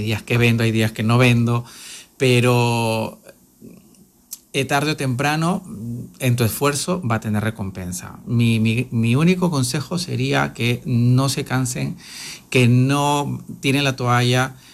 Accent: Peru; now in United States; Siempre hablo bien de mi casa, siempre hablo bien de mi cultura. Y me llena de orgullo porque ahora el Perú está súper bien

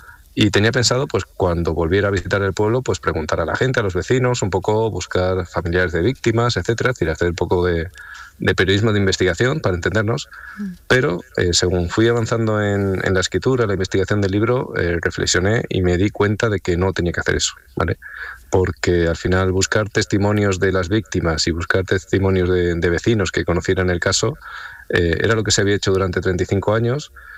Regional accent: Extremadura, Spain; yo soy de Extremadura, pero no soy en concreto de la zona de La Serena.

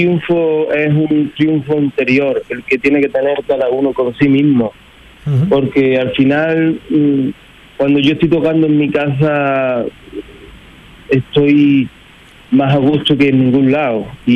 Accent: Iznalloz, Andalusia, Spain; yo la compuse con unos 15 o 16 años en mi pueblo

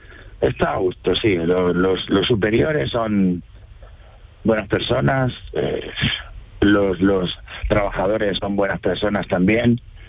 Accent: Valencian Community, Spain; now in Villanueva de los Castillejos, Spain; Mira, yo soy valenciano y estoy afincado en Villanueva de los Castillejos, en Huelva.

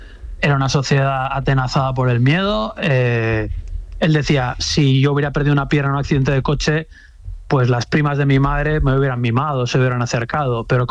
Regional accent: San Sebastián, Basque Country, Spain; Yo soy de San Sebastián, a 10 kilómetros de Rentería.

